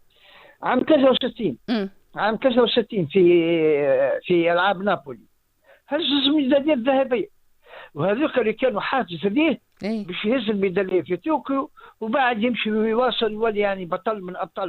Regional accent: Tunisia

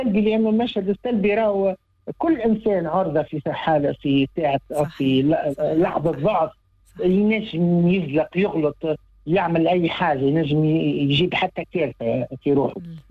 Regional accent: Tunisia; أنا سعيد بإني تونسي وفرحان بإني تونسي، وبإنه هويتي تونسية، وإنه بلادي تونس

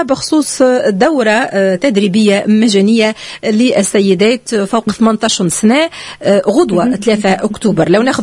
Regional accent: Tunisia; احنا كدوله تونسيه

